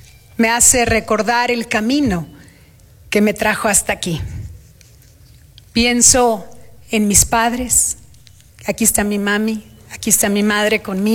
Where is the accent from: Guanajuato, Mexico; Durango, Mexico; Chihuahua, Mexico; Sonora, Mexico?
Sonora, Mexico; Soy una mujer sonorense y lo digo con orgullo.